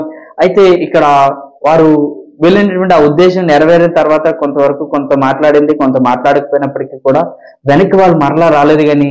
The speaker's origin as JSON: {"language": "Telugu", "town": "Kontalam", "region": "Andhra Pradesh", "country": "India", "tie": "born or raised there", "said": "మొదటిగా మాది విశాఖ జిల్లాలో ఒక చిన్న కుగ్రామం, చిన్న గ్రామం. మా గ్రామం పేరు కొంతలం గ్రామం."}